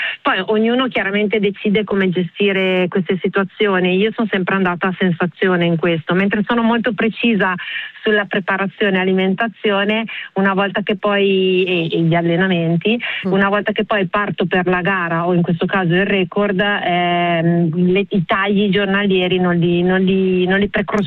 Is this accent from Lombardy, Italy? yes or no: yes; Milan, Lombardy, Italy; now in Porto San Giorgio, Italy; io sono nata e cresciuta a Milano, adesso mi sono trasferita nelle Marche a Porto San Giorgio